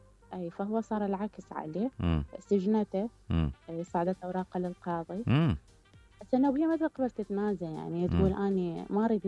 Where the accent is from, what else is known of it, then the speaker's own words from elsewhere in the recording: Iraq; بس هي المشكلة غيرتنا إحنا كعراقيين يعني نقول نساعد العالم خطير